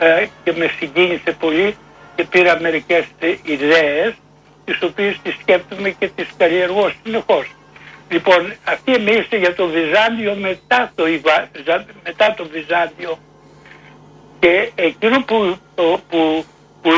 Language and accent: Greek; Greece; moved away as an adult; εγώ λείπω από την Ελλάδα από 20 χρονών, 29 που έφυγα, και όσο απομακραίνω τόσο πιο πολύ την αγαπώ.